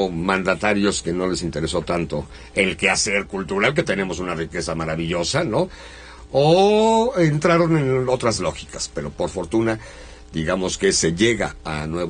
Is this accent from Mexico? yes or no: yes; Puebla, Mexico; soy poblano, evidentemente